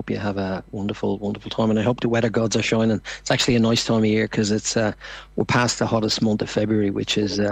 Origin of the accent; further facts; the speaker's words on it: Ireland; Unfortunately, won't be able to make it to that on the 16th, as you can imagine, being an Irish musician on Paddy's Day.